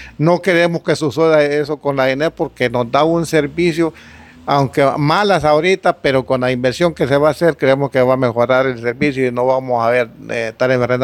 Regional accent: Honduras; como hondureños tenemos de ser inteligentes

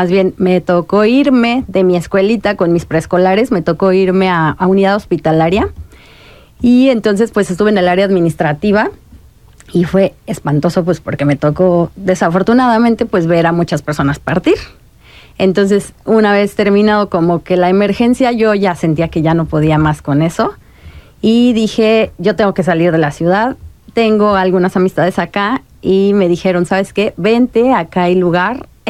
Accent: Mexico City, Mexico; moved away as an adult; now in Querétaro, Mexico; Yo soy de la Ciudad de México con sangre en las venas de Sinaloa y Sonora, porque mis papás son de allá. Y queretana, de verdad, queretana de corazón, hace 5 años que estoy acá.

